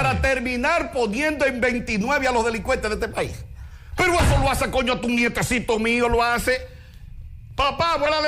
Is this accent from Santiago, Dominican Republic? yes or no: yes; Santiago, Dominican Republic; Canca la Reina, por poner un ejemplo, que es la zona de donde vengo